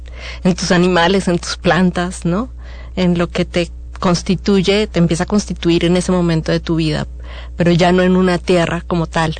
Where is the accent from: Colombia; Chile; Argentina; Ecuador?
Colombia; moved away as an adult; now in Mexico; lo que yo he vivido durante estos 17 años de vivir en México. Soy colombiana